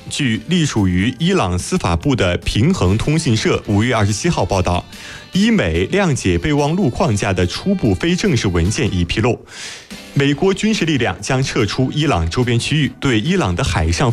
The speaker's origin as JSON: {"language": "Chinese", "town": "Yichang", "region": "Hubei", "country": "China", "said": "我们宜昌人"}